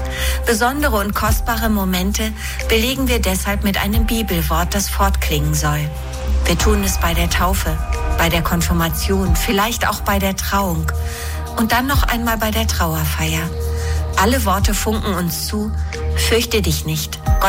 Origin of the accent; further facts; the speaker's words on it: Lower Saxony, Germany; now in Emden, Germany; aus Emden. An vielen alten Bauernhäusern in meiner Heimat im Osnabrücker Land steht bis heute ein Spruch am Torbogen über der Dielentür.